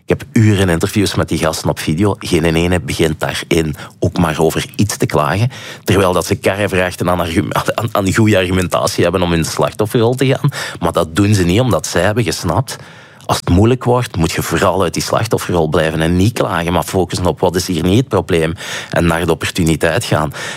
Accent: Flanders, Belgium; Ik zeg, soy de Belgica.

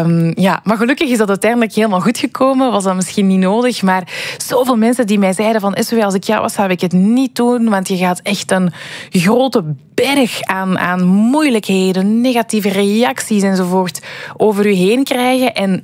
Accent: Antwerp, Flanders, Belgium; Voor mij is dat echt mijn jeugd in Deurne. Ik ben ook van Deurne.

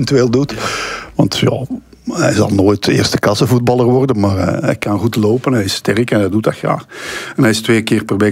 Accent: Antwerp, Flanders, Belgium; born there; accent: Antwerp dialect; mijn ouders zijn wel van Antwerpen. En ja, thuis spraken wij, mijn grootmoeder, bij ons pak een soort Antwerpse.

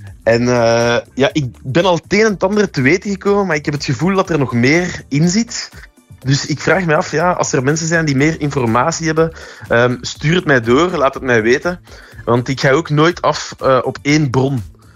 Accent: Sint-Genesius-Rode, Flanders, Belgium; now in Affligem, Belgium; Ah, wel, ik ben eigenlijk oorspronkelijk van Sint-Genestius-Rode, hè, dus de Zennevallei.

